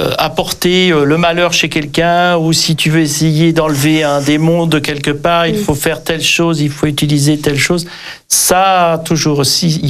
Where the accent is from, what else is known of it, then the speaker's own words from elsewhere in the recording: Centre-Val de Loire, France; moved away; quand je suis parti de mon département où je suis né, le Berry...